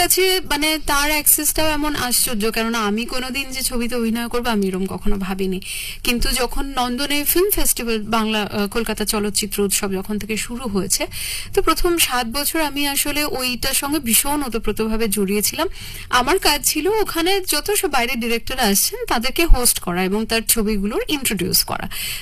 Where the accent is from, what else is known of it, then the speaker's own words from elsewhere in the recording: Kolkata, West Bengal, India; পাইকপাড়ার বাড়িতে।